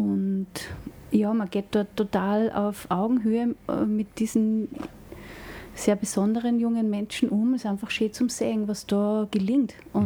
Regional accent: Ebensee, Upper Austria, Austria; Ich bin aus Ebensee, ich bin aus der Gegend

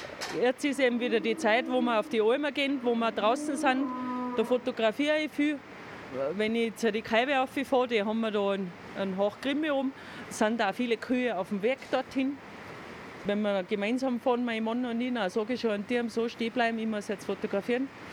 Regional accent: Bavaria, Germany; ohne meine Arbeit als Bayerin gab es wahrscheinlich auch die Kuhbilder nicht.

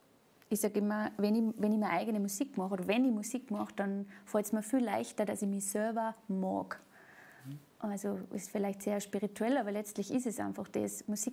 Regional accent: Salzburg, Austria; ich komme aus dem Pongau

